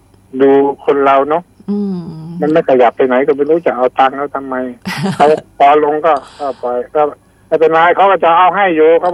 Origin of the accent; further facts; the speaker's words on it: Pho Chai, Roi Et, Thailand; คงกลับบ้านร้อยเอ็ดนะครับผมอยู่ร้อยเอ็ด